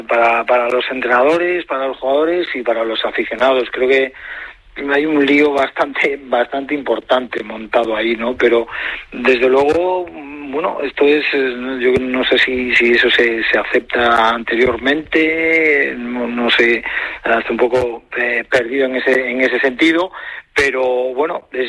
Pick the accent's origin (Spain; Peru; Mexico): Spain; Nigrán, Galicia; Aquí por esta zona, pues imagínate, aquí me crié en el Celta con 10, 12 años hasta los 25